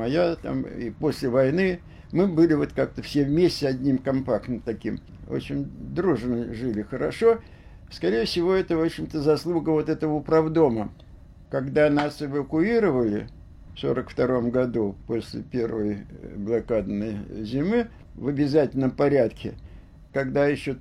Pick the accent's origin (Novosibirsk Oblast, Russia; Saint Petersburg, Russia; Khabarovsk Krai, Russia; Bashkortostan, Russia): Saint Petersburg, Russia; Я родился на Васильевском, в больнице Отто, и там прожил практически до окончания школы. Четвертая линия, 24-я школа